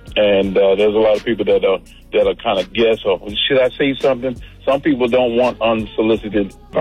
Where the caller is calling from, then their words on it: Virginia Beach, Virginia, United States; Calling from Virginia Beach, Virginia.